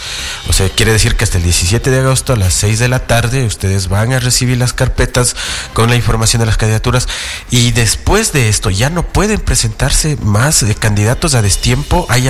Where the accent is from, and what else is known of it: Ecuador